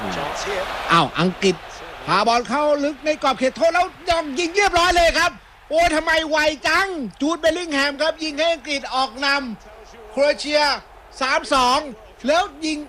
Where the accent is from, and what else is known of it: Bangkok, Thailand; born there